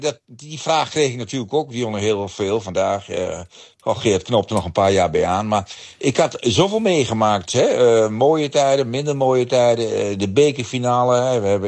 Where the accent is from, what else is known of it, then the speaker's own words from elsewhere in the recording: Gelderland, Netherlands; En ik was vroeger als discjockey geweest in de Achterhoek, onder andere, waar ik vandaan kom.